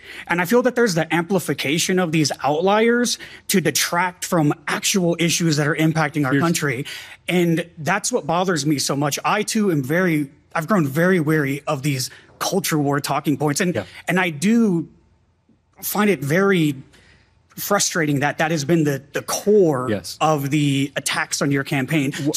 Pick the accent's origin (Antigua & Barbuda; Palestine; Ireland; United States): United States; Rosenberg, Texas; now in Dallas, United States; Rosenberg, Texas.